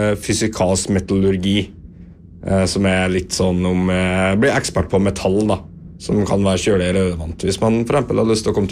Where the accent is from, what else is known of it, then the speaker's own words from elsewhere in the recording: Sunndalsøra, Møre og Romsdal, Norway; moved away as an adult; now in Trondheim, Norway; jeg er jo fra Sunnmørsøra, så er det en veldig naturlig plass å komme tilbake på sommerstid